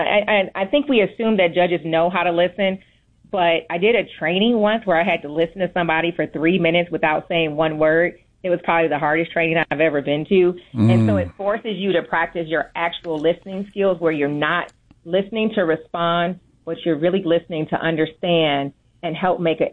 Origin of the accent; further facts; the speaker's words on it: Cleveland, Ohio, United States; I'm from Cleveland, Ohio.